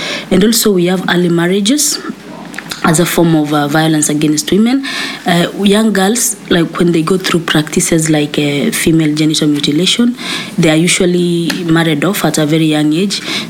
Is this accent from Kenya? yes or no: yes; Kenya; And as a woman growing up in Kenya, if you have to speak against violence, then you are viewed as someone who is not woman enough